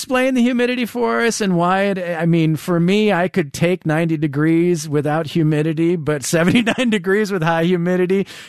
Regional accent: Wisconsin, United States; I guess most of my summers growing up in Wisconsin were near Lake Michigan, so I got that nice lake breeze

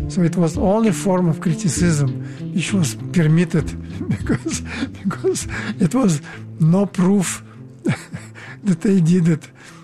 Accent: Siberia, Russia; moved away; Yeah, this one. I came with this briefcase from Soviet Union.

